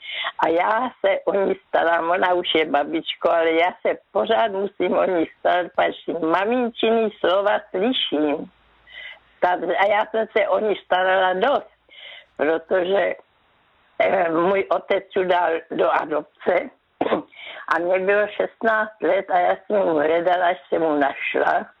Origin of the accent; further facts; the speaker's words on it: Brno, South Moravian Region, Czechia; Klidně, já jsem byla z Brna